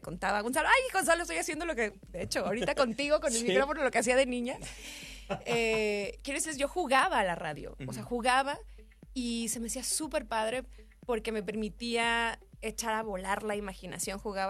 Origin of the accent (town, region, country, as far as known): Guadalajara, Jalisco, Mexico